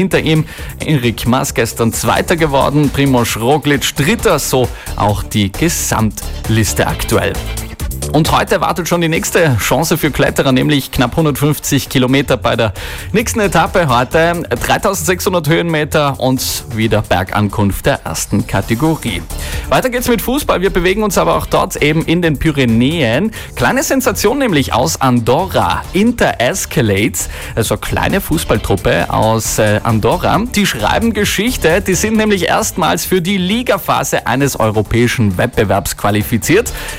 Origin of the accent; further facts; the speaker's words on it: Tyrol, Austria; Aber wir schauen da tatsächlich in Richtung Nachbar-Tirol. Mit dem starken Felix Gall nämlich sind wir Tiroler dort Präsenz.